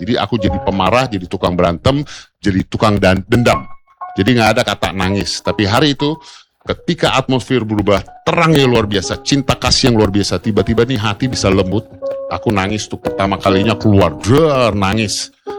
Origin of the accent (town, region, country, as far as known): Jakarta, Indonesia; born or raised there